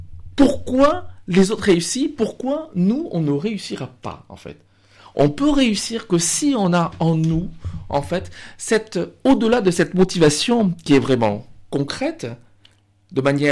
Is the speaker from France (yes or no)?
yes; France; chez nous la France, comme on est français, comme vous et moi, en fait, d'origine diverse